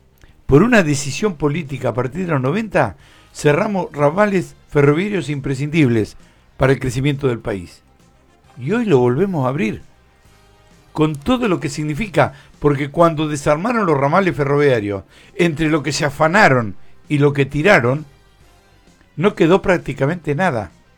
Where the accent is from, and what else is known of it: Argentina